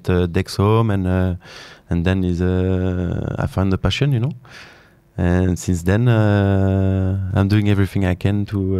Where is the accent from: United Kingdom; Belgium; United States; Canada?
Belgium; accent: French; I'm from Belgium.